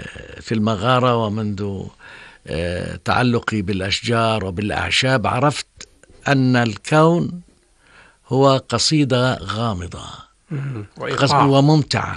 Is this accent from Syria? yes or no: no; Jordan; also born or lived in Saudi Arabia; عندنا في الأردن